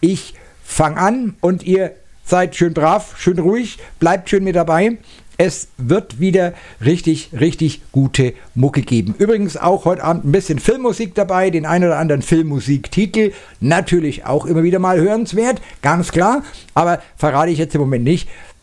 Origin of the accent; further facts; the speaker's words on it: Bavaria, Germany; ich komme hier aus Mittelfranken und mein Sendestudio befindet sich natürlich auch hier.